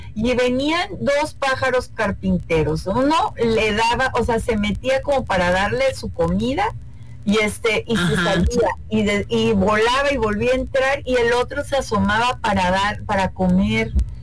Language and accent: Spanish; Tabasco, Mexico; muy orgullosa de ser tabasqueña, muy orgullosa de ser tabasqueña